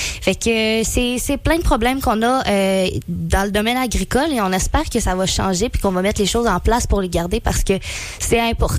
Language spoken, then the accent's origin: French; Sainte-Brigide-d'Iberville, Quebec, Canada; moi, j'ai grandi à Sainte-Brigide, le petit village le plus campagnard, je pense, qu'il y a dans la région.